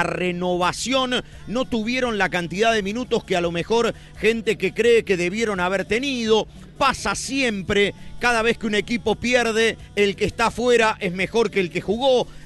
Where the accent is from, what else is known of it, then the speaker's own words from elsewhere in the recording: Argentina; Y muy agradecidos somos los argentinos, lo cual es una muy buena cualidad que tenemos.